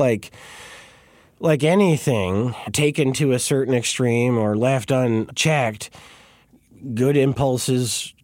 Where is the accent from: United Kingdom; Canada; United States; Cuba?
Canada; Montreal, Quebec; I grew up in a world in Montreal